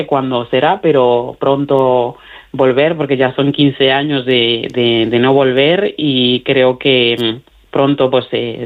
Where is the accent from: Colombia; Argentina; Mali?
Mali; Spanish is a second language; tengo una pareja maravillosa que también es de Mali y estamos volviendo a retomar el dialecto y bueno, volviendo a enraizarme, ¿no?